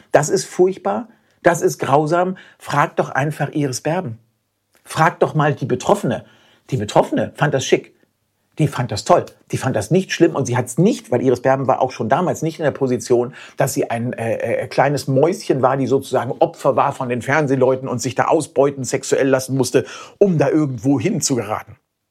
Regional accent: Hamburg, Germany; moved away; also born or lived in Cologne; als Hamburger Heterosexuelle

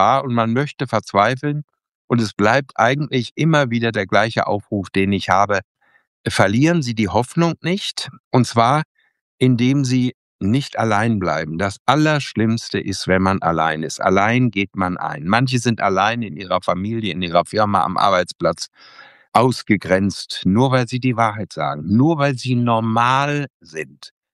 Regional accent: Minden, North Rhine-Westphalia, Germany; Minden ist ja meine Heimat.

